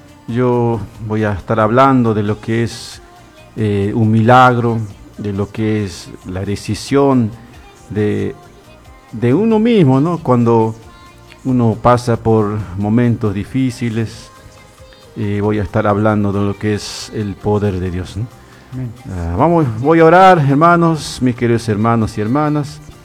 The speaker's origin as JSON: {"language": "Spanish", "town": "Misión Chaqueña", "region": "Salta", "country": "Argentina", "said": "así que bueno, yo me presento. Soy de Misión Chaqueña"}